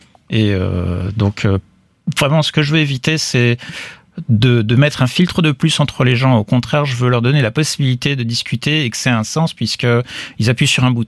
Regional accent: France; now in Germany; mon enfance à Cannes-sur-Mer.

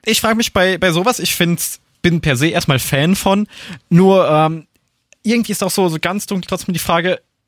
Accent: Darmstadt, Hesse, Germany; ich komme direkt aus Darmstadt, aber jetzt nicht mehr direkt in Darmstadt dann leben, sondern aus dem Landkreis.

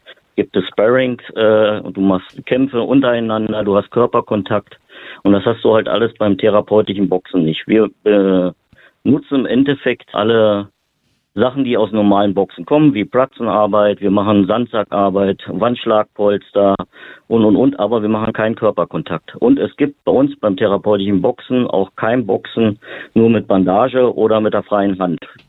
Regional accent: Berlin, Germany; ich komme aus Berlin

